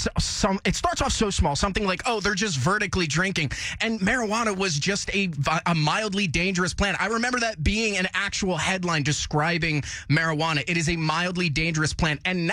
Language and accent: English; United States; as an American, I understand.